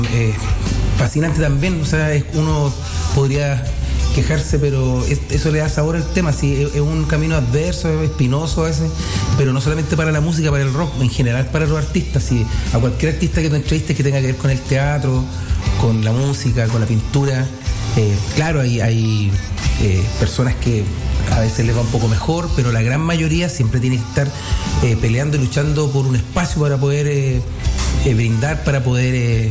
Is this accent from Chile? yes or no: yes; San Pedro, Chile; Y yo, que soy de San Pedro … que no, un poco que ahora yo de aquí y allá, porque viajo harto a Santiago por temas musicales.